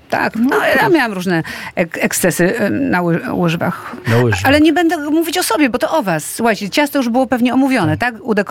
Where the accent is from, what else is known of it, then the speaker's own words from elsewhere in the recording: Bytom, Silesian Voivodeship, Poland; Bo ja jestem z Bytomia